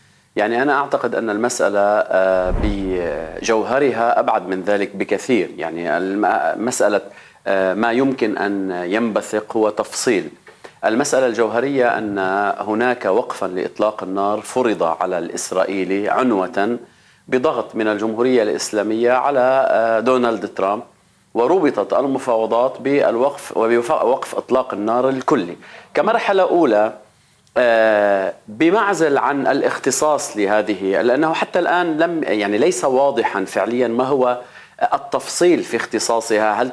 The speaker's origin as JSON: {"language": "Arabic", "country": "Lebanon", "said": "كنا كلبنانيين"}